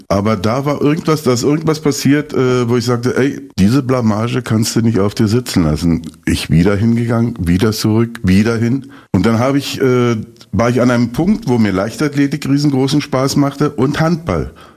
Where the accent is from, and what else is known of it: Eisenhüttenstadt, Brandenburg, Germany; born or raised there